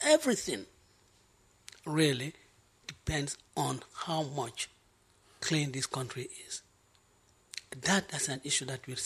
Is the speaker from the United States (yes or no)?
no; Banjul, Gambia; When I grew up in Half-Die.